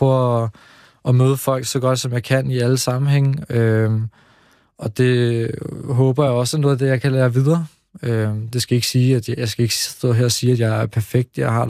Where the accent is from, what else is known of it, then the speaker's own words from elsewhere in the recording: Slagelse, Zealand, Denmark; also born or lived in Israel; Altså, jeg er vokset op i delvis i Slagelse, hvor at jeg flere gange er blevet enten troet eller jagtet på baggrund af, hvor jeg er fra.